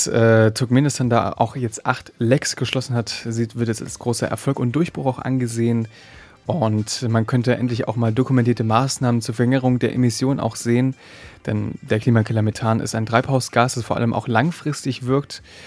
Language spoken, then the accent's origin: German; Berlin, Germany; Ich komme aus Berlin